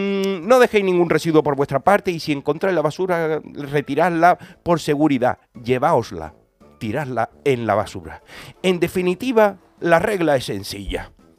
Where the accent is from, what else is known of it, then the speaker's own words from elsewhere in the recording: Cádiz, Andalusia, Spain; Los gaditanos decimos papaliña y ellos dicen papas arrugadas